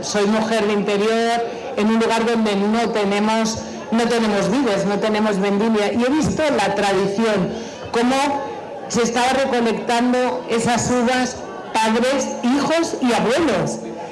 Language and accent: Spanish; Toledo, Castilla-La Mancha, Spain; born there; now in Leiro, Spain; yo soy una mujer de pueblo, yo nací en un pueblo muy pequeño de Toledo y me gusta mucho el rural, soy una mujer muy de pueblo porque me gustan mucho las personas, me gusta caminar a los sitios, me gusta la vida mucho más tranquila que Madrid, que es donde vivo